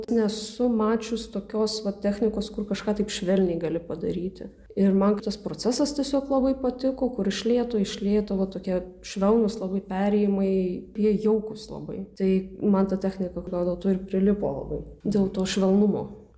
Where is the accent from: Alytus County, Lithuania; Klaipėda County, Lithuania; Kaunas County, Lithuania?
Kaunas County, Lithuania; Kaunas; aš šiaip Kaune užaugau, visą gyvenimą pragyvenau.